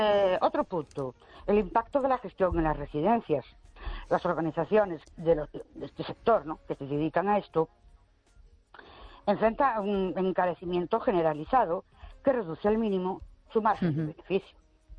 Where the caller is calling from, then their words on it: Ourense, Galicia, Spain; Buenas noches … de Ourense.